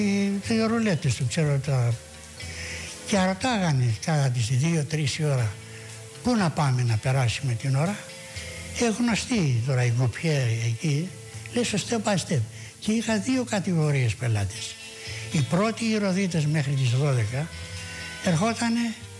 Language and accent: Greek; Greece; Είμαι Έλληνας.